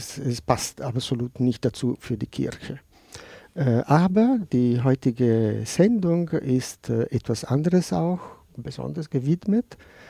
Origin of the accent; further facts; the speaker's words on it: Genoa, Liguria, Italy; also ich bin aus Genua und halte für Boca Juniors